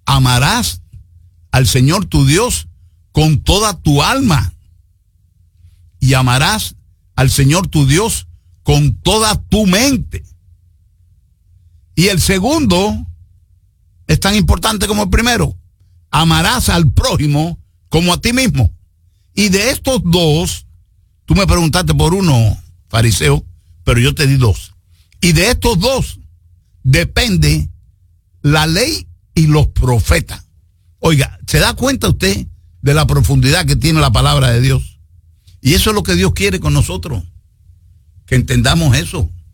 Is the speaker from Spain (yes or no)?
no; Cuba; born there; moved away; en mi tierra donde yo nací, llegó un chacal ahí en el año 1959 y acabó con ese país.